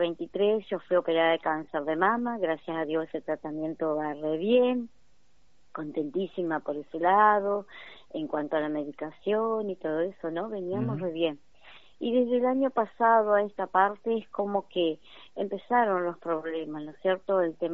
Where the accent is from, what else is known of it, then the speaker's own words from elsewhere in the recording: Conscripto Bernardi, Entre Ríos, Argentina; born there; moved away as an adult; now in Federal, Argentina; soy de …, como usted dijo, yo nací en Concepto Bernardi, pero hace 17 años estoy trabajando acá en la ciudad de Federal, como docente